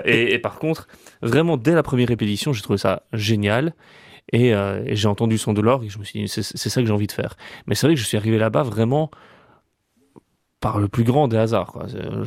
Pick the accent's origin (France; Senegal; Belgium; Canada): Belgium; Brussels, Brussels-Capital Region; Moi, je suis bruxellois